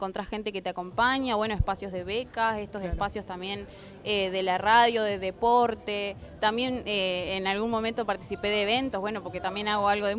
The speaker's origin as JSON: {"language": "Spanish", "town": "San Jaime de la Frontera", "region": "Entre Ríos", "country": "Argentina", "said": "Claro, vengo desde San Jaime de la Frontera, Entre Ríos, no soy de Corrientes, no tenemos nada en contra de Correntino"}